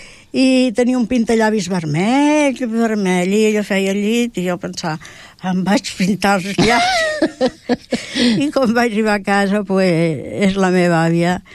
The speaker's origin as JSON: {"language": "Catalan", "area": "Almería province", "region": "Andalusia", "country": "Spain", "tie": "born there", "moved": "yes", "lives_now": "Tordera, Spain", "said": "Jo vaig néixer a la província d'Almeria, en un poble uh-huh, que es diu Oleila, que és molt maco."}